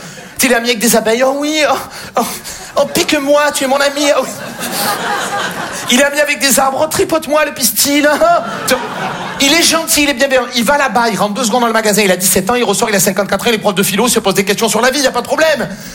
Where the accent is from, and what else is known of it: Marseille, Provence-Alpes-Côte d'Azur, France